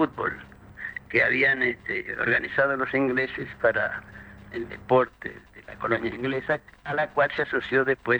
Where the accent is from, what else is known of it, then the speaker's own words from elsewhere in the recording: Peñarol, Montevideo, Uruguay; born there; Yo nací en lo que hoy es Camigo, Avenida Casabal. Mismo, casi contiguo a la vieja cancha de Peñarol.